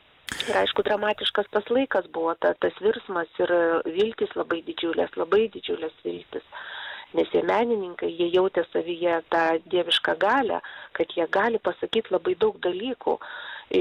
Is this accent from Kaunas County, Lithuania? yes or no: no; Vilnius, Vilnius County, Lithuania; now in Klaipėda, Lithuania; aš kaip Vilnietė lyg šiol galvoju